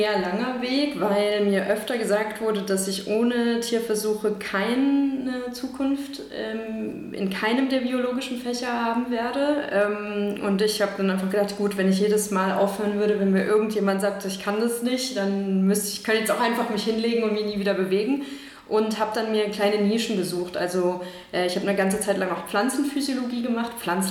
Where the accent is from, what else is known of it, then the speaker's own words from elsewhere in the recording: Berlin, Germany; born there; Und dann bin ich am Ende zurück nach Berlin gezogen, wo ich geboren bin